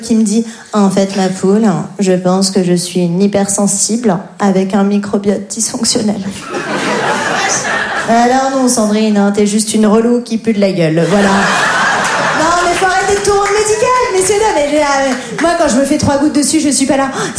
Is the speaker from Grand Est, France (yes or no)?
yes; Grand Est, France; Voilà, je n'ai jamais reçu de pression et j'ai grandi en Lorraine. C'est quand même pas un territoire réputé pour les droits de l'homme.